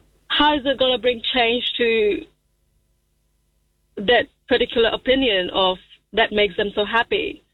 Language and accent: English; India; I mean, to be honest, I'm Indian and I don't see the point.